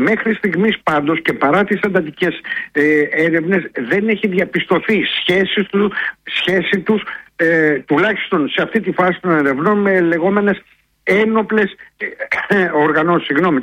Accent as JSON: {"language": "Greek", "town": "Dafni", "region": "Western Greece", "country": "Greece", "said": "Μόνο σε μία περίπτωση πήραν 1.000 ευρώ στην Δάφνη Καλαβρίτων, εκεί στην πατρίδα μου"}